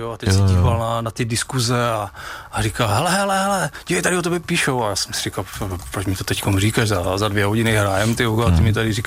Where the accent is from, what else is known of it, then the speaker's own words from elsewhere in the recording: Prague, Czechia; Já jsem Pražák, jo.